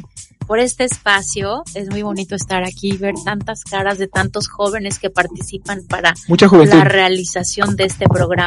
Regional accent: Mexico; como mexicanos debemos estar

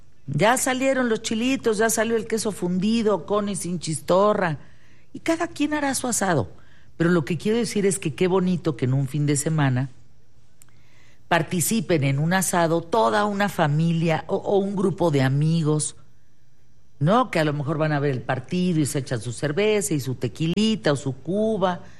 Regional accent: Monterrey, Nuevo León, Mexico; yo estoy acá en Monterrey, soy regio.

